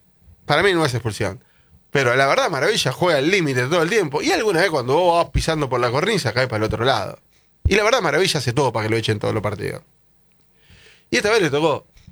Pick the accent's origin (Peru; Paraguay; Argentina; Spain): Argentina; para ellos, nosotros somos los porteños.